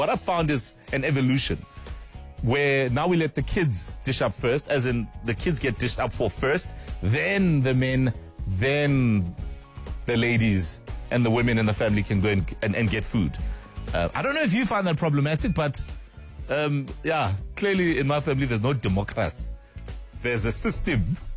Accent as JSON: {"language": "English", "country": "South Africa"}